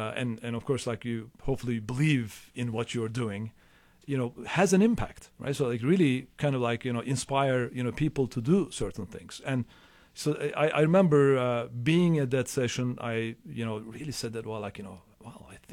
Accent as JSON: {"language": "English", "country": "Turkey", "tie": "born or raised there", "moved": "yes", "said": "growing up in Turkey, during a time when Turkey started opening up to the rest of the world"}